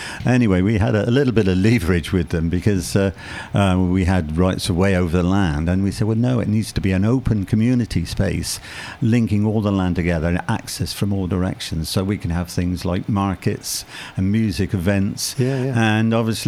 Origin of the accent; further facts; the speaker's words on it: Bath, South West England, United Kingdom; now in Bradford, United Kingdom; We grew up in Bath. West Country.